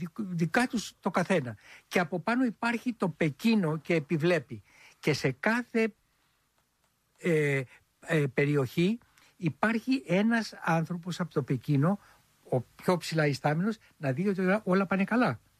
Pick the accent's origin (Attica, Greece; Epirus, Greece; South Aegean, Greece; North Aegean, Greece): Attica, Greece; Filothei; Εγώ γεννήθηκα στη Φιλοθέη.